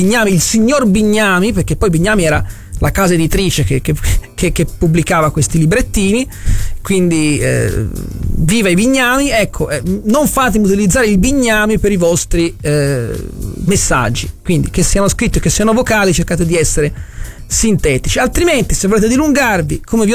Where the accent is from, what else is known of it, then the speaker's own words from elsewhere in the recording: Florence, Tuscany, Italy; un orgoglio da fiorentino, da tifoso viola